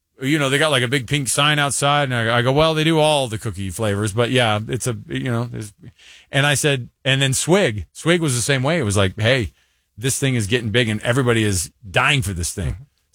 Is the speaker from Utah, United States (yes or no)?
yes; Utah, United States; And somebody's like, oh, where are you guys from? We told them, oh, we're from Utah.